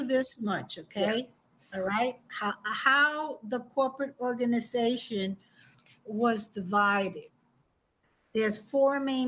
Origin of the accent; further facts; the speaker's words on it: Puerto Rico; I'm not from Costa Rica. I'm from Puerto Rico.